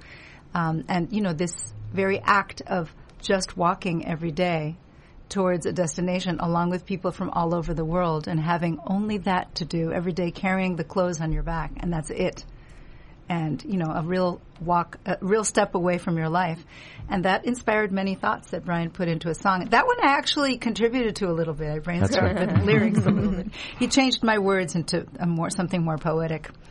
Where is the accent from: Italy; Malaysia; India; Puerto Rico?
Puerto Rico; Well, for me, I'm originally from Puerto Rico.